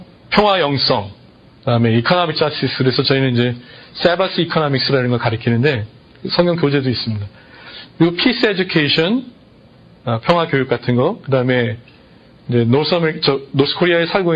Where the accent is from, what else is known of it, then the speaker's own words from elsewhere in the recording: South Korea; now in Los Angeles, United States; 지금 이 LA 땅 제가 살고 있는 LA 땅에는 얼마나 많은 언어 그룹이 있고 어떤 그룹들이 살고 있는데 나는 한국 사람으로서